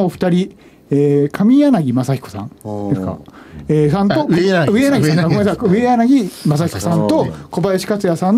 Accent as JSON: {"language": "Japanese", "region": "Kagoshima", "country": "Japan", "tie": "born or raised there", "said": "我が地元鹿児島からトンネルズのおかげです"}